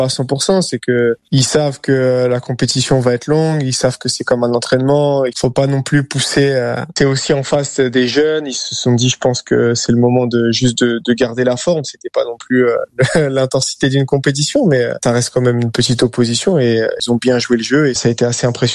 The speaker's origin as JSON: {"language": "French", "country": "France", "moved": "yes", "lives_now": "United States", "said": "en tant que Français vivant aux États-Unis"}